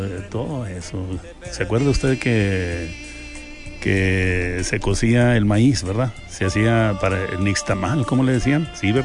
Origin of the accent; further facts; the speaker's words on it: Múzquiz, Coahuila, Mexico; esta melodía me hace recordar mi pueblito. Mi pueblito, Musquis, Coahuila.